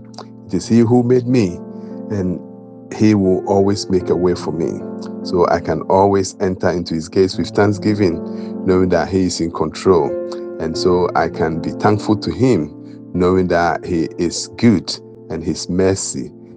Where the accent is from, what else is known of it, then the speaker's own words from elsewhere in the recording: Mitcham Junction, London, United Kingdom; from Mitcham Junction